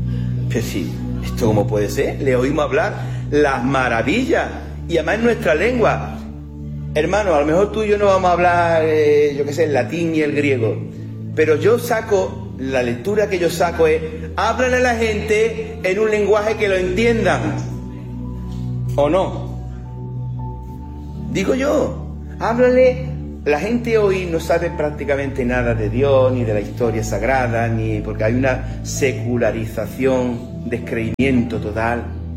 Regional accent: Andalusia, Spain; accent: Andalusian; Los galileos eran como los andaluces, hablaban el hebreo con un acento así como nosotros.

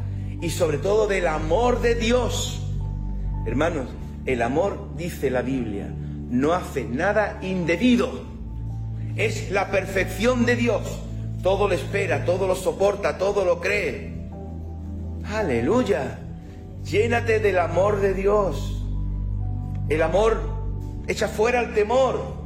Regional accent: Spain; Para eso sí somos españoles.

